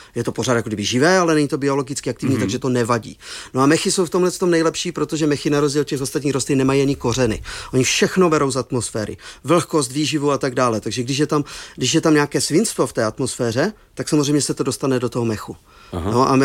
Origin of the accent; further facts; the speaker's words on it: Moravian-Silesian Region, Czechia; Třeba právě u nás v Moravskoslezském kraji, kousek od Ostravy